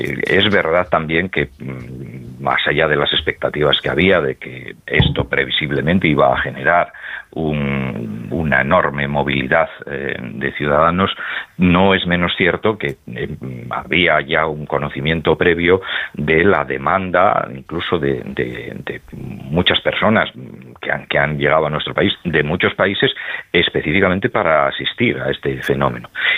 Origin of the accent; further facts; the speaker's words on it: Asturias, Spain; Bueno, pues en mi tierra, en Asturias.